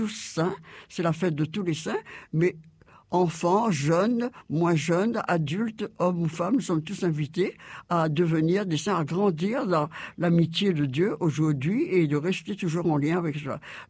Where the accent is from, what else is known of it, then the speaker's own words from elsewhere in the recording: Réunion; chez nous, à La Réunion Campus